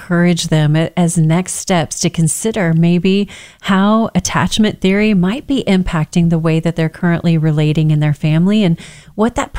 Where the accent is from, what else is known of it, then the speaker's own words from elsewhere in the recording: Texas, United States; accent: Texas twang; Cause, you know, we're from Texas, so we got little Texas twang in there